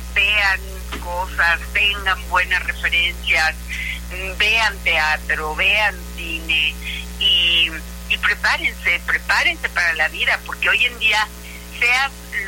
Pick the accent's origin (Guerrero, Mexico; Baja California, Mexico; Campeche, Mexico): Guerrero, Mexico; Acapulco; Yo crecí en Acapulco. Para mí Guerrero es mi tierra.